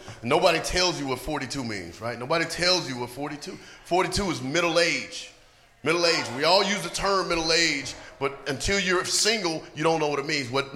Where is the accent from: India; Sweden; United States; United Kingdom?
United States; Atlanta, Georgia; also born or lived in North Carolina; now in California, United States; I'm from the South. I'm from Atlanta, went to school in from North Carolina, went to school in Atlanta.